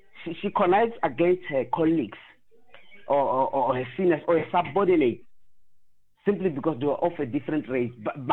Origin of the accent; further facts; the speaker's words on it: South Africa; Oh, to start with, I'm proudly South African. I'm South African. I identify myself as South African